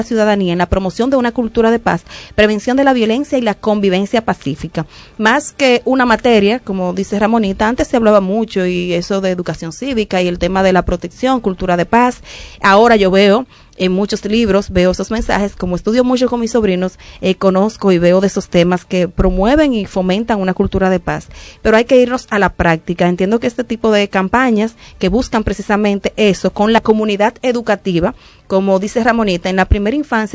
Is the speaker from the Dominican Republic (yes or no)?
yes; Dominican Republic